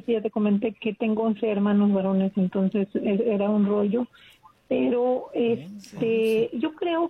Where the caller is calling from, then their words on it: Mexico; soy mexicana, y soy más mexicana que los frijoles.